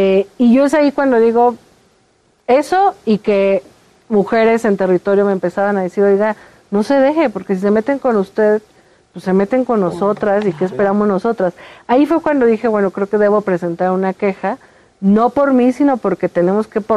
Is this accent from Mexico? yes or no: yes; Mexico; yo pienso que hay que reflexionar, más allá de quienes creemos en la 4T, como mexicanas y mexicanos, ¿no?